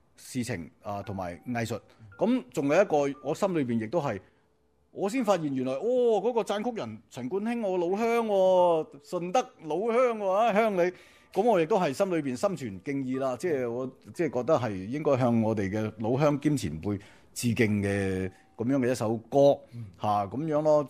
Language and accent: Cantonese; Guangdong, China; 我哋广东人